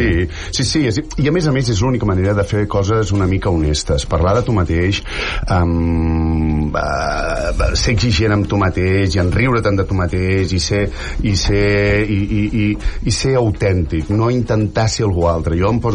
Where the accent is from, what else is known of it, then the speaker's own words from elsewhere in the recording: Catalonia, Spain; jo sempre he parlat català en el meu país